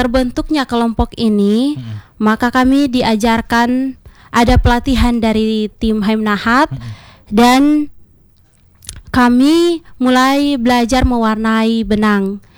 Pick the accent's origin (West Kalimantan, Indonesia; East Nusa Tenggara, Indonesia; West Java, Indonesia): East Nusa Tenggara, Indonesia; Kalau kita orang TTS atau orang Timur, kita lebih senang pakai pakaian adat yang warnanya merah terang atau warna kuning terang seperti itu.